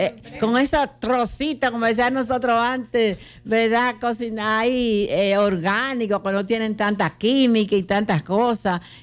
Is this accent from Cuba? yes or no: no; Dominican Republic; moved away; vine a comer mi plátano y mi guineito aquí a mi país. Duré 40 años por allá